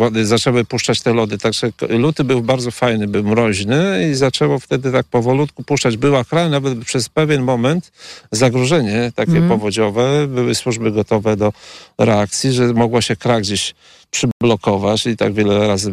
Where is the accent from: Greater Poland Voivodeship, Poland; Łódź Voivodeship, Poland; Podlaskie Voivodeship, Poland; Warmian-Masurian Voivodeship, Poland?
Podlaskie Voivodeship, Poland; Wizna; Tak, jestem z Wizny i tutaj jestem rolnikiem.